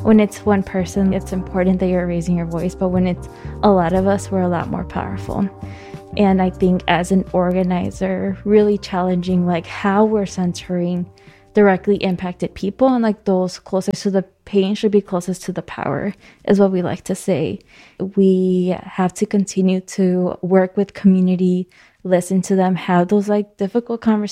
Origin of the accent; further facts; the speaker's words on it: Chicago, Illinois, United States; I was born and raised in Barden Park, and people are like, where's Barden Park? And I was like, right next to Back of the Arts, and they're like, I know where that is.